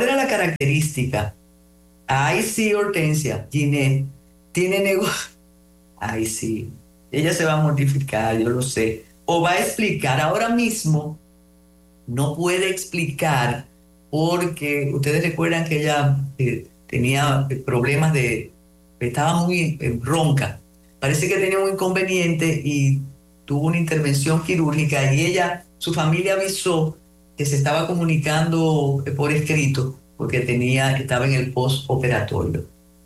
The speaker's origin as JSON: {"language": "Spanish", "region": "Puerto Plata", "country": "Dominican Republic", "tie": "born or raised there", "said": "de mi pueblo, de Puerto Plata"}